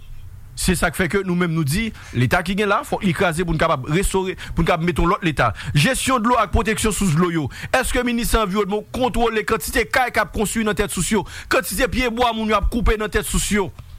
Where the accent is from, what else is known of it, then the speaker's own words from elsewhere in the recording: Haiti; Nous avons responsabilité en tant qu'haïtien pour que nous même pour nous capable gérer pays nous.